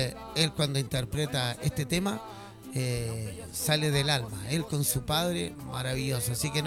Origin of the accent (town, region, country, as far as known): Chile